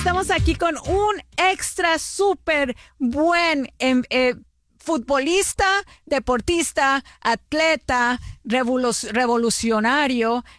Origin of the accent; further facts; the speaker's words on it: Mexico; Yo como mexicana tengo que hablar de la América, de las Chivas, de los Pumas.